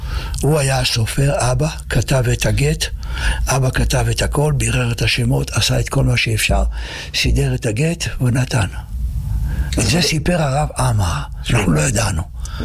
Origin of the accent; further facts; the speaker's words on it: Petah Tikva, Central District, Israel; born there; moved away; השנתיים האלה שגדלתי בפתח תקווה